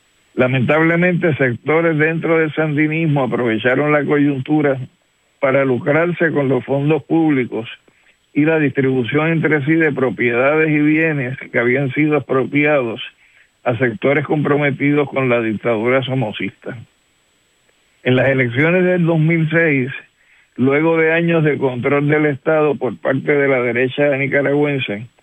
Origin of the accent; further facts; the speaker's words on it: Puerto Rico; Como puertorriqueño, sin embargo, a pesar de los cambios habidos dentro del gobierno sandinista